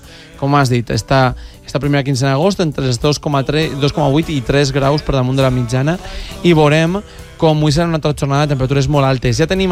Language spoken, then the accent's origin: Catalan; Casas Bajas, Valencian Community, Spain; en el meu poble, de fet, en Casas Bajas